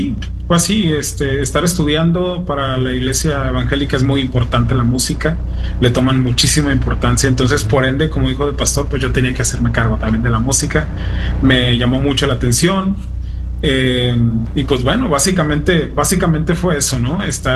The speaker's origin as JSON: {"language": "Spanish", "town": "Tijuana", "region": "Baja California", "country": "Mexico", "tie": "born or raised there", "said": "Yo nací en Tijuana, soy de Tijuana, aquí cerquita de California. Sí, soy originario de aquí."}